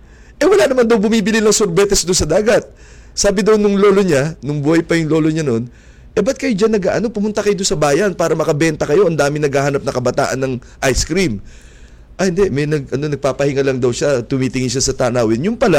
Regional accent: Pasig, Metro Manila, Philippines; sa Pasig, sa bayan namin

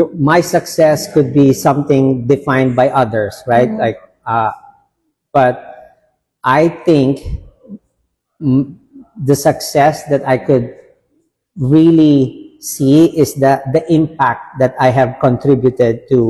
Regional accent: Philippines; being part of that team, being a Filipino, bringing something new, innovative, it is definitely something that I could be proud of.

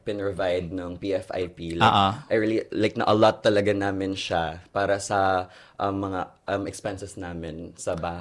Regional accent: Cebu, Central Visayas, Philippines; especially like I'm from Cebu. So, flying here sa Luzon, staying sa Laguna, yun, and staying away from home.

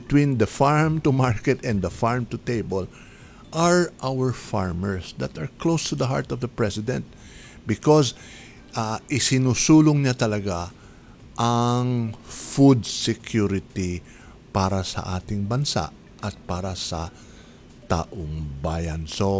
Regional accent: Central Luzon, Philippines; Nako, ito yung probinsya ko ito, so malapit din sa aking puso ito.

